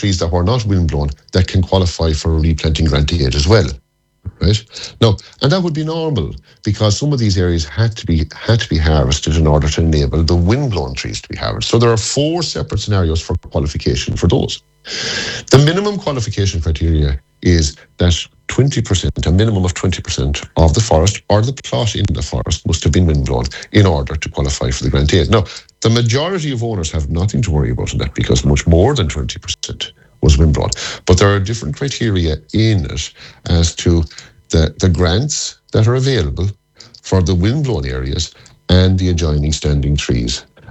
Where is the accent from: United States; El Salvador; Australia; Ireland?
Ireland; Connacht; I come from East Galway. The Slievochty Mountains in East Galway.